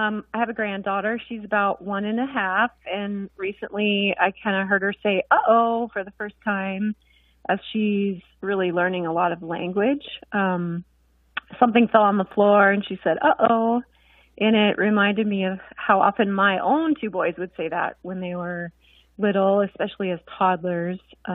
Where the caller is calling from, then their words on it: Seattle, Washington, United States; I'm calling from the Seattle area.